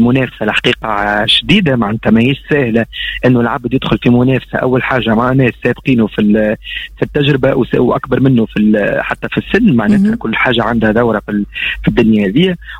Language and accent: Arabic; Tunisia